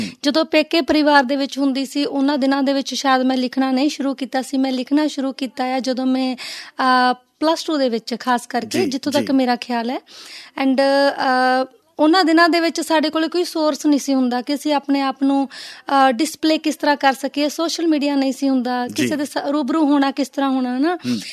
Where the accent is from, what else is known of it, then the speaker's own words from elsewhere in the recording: Dyalpura Bhai Ka, Punjab, India; moved away as an adult; ਛੋਟਾ ਜਿਹਾ ਦਿਆਲਪੁਰਾ ਭਾਈਕਾ ਦੇ ਨਾਲ ਜ਼ਿਲ੍ਹਾ ਬਠਿੰਡਾ ਦੇ ਵਿੱਚ ਜੀ ਮੇਰਾ ਜਨਮ ਹੋਇਆ।